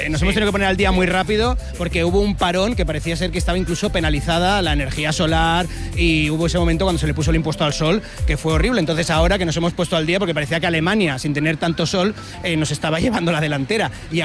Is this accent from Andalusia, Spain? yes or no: yes; Serón, Andalusia, Spain; En mi pueblo, y allí en Serón, en Almería, se hace la fiesta del jamón, la feria del jamón cada año